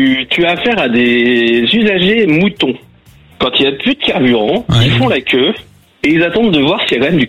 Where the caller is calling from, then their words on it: La Chapelle-sur-Erdre, Pays de la Loire, France; Je suis dans la région nantaise.